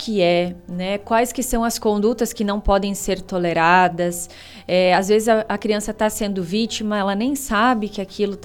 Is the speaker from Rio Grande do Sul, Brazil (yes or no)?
yes; Erechim, Rio Grande do Sul, Brazil; moved away as an adult; now in Francisco Beltrão, Brazil; Sou de Erechim